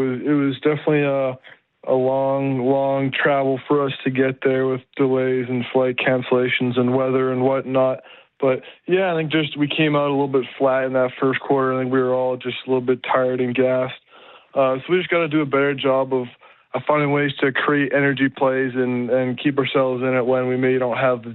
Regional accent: Winnipeg, Manitoba, Canada; my hometown

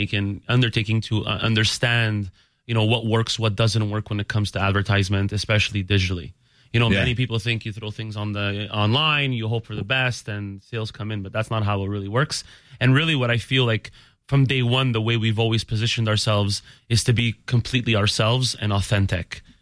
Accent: Montreal, Quebec, Canada; We're from Montreal.

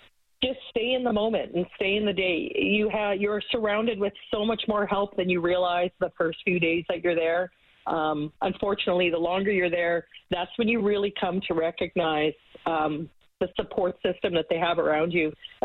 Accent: Fort McMurray, Alberta, Canada; So, you know, you mentioned before we're from Fort McMurray. So it was our Fort McMurray doctor that found that he had an enlarged heart.

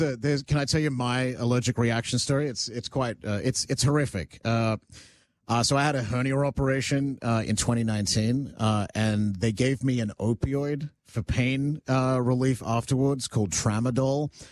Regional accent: Canada; this is what I would like to do, is be able to build a website where we as Canadian consumers, when we hear this sort of news about what the U.S. is banning

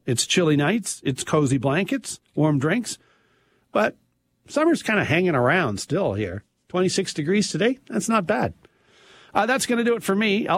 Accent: Nova Scotia, Canada; now in Ontario, Canada; You know, when I moved here from Nova Scotia, you know, it gets damp on the coast.

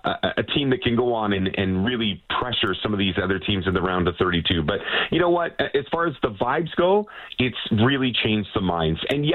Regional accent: British Columbia, Canada; I never thought as a British Columbian I'd say it

